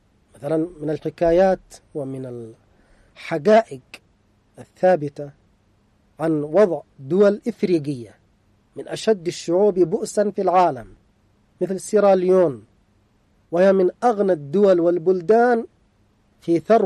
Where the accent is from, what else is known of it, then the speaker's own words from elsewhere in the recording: Yemen; مثل ما هو الحال عندنا في اليمن.